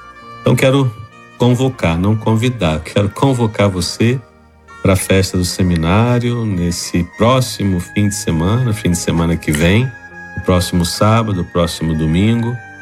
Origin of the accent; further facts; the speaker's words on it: Mendes, Rio de Janeiro, Brazil; moved away; visitar meu pai lá na minha cidade de origem, lá em Mendes